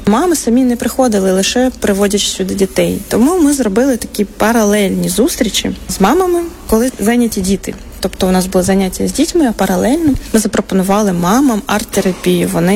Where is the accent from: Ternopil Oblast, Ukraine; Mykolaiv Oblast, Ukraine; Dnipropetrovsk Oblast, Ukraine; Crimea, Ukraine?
Dnipropetrovsk Oblast, Ukraine; Dnipro; moved away as an adult; now in Moldova; приїхала з України у 22-му році. Я сама з Дніпра, з центру України, але через війну вимушена була приїхати сюди.